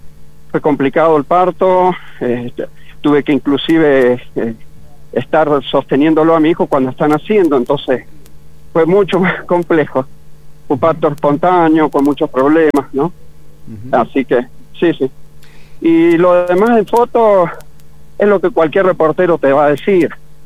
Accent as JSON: {"language": "Spanish", "region": "San Juan", "country": "Argentina", "said": "soy sanjuanino"}